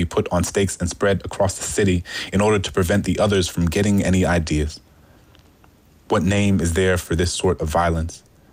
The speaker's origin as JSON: {"language": "English", "town": "New Orleans", "region": "Louisiana", "country": "United States", "tie": "born or raised there", "said": "I remember growing up in New Orleans and being inundated with these messages, some implicit, some explicit"}